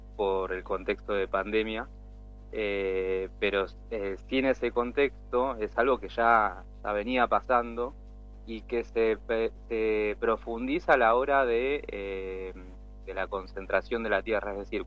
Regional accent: Mar del Plata, Buenos Aires Province, Argentina; Yo soy de Mar del Plata, por ejemplo, la zona de Chapadmalal, pero también recorro los campos de Balcarce, Mechongué, Miramar

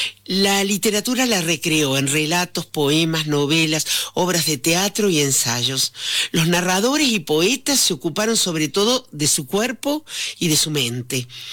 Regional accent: Arroyo Cabral, Córdoba, Argentina; born there; Hasta en los lugares más recónditos como en Arroyo Cabra, donde yo nací y donde mi madre, que ese día cumplía años, le hizo guardia al féretro que contenía un cuerpo imaginario.

